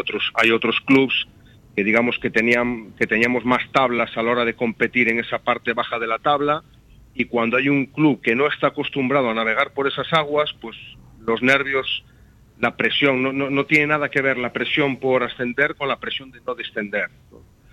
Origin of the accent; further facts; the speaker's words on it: Galicia, Spain; yo es que soy como muy gallego que soy